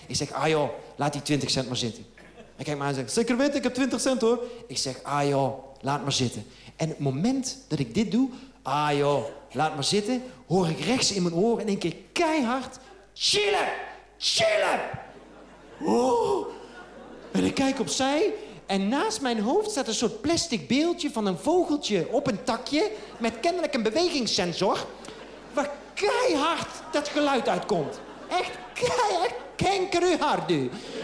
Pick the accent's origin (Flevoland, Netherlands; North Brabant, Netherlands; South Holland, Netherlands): North Brabant, Netherlands; accent: Brabant soft G; now in Amsterdam, Netherlands; Want ik ben een Brabander in Amsterdam. Als Brabanders praten ze met een zachte G.